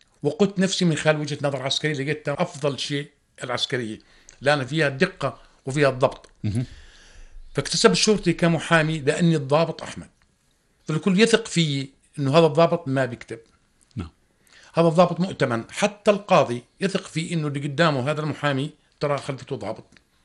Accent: Jordan; احنا الأردنيين

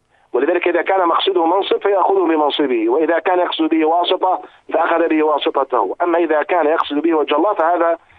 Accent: Jordan; وهذا حسب الدراسات عندنا في الأردن

